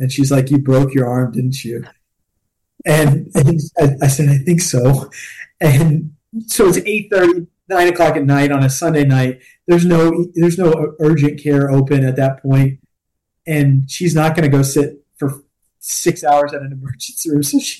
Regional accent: College Station, Texas, United States; So, yes, I grew up in College Station. I went to public school there. My mom and dad still live in College Station.

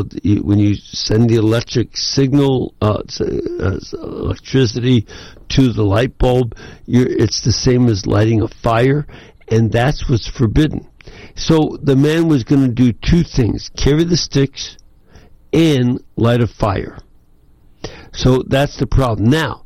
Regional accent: Chicago, Illinois, United States; When I grew up in Chicago, the stores were all closed on Sunday.

